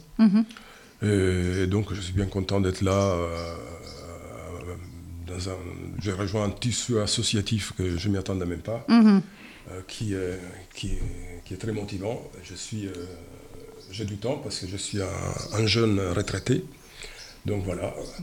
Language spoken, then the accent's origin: French; northern France, France; je viens du nord de la France, donc j'ai rejoint les Comminges il y a 3 ans.